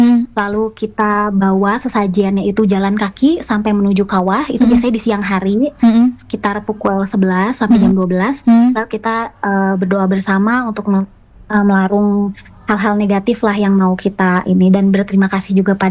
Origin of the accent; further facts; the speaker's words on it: Bali, Indonesia; Kebetulan saya asli Bali, jadi saya pakai pakaian kebaya Bali.